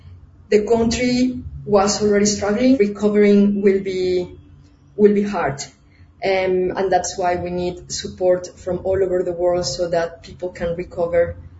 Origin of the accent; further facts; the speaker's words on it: Mexico; now in Venezuela; I grew up in Mexico alongside the Pacific Ocean, and I grew up with earthquakes.